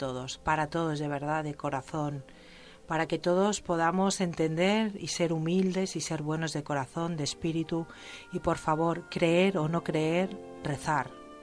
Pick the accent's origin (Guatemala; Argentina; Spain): Spain; Catalonia; europea y me considero, yo soy española, soy catalana, pero yo soy ciudadana del mundo, porque no me considero ni catalana ni española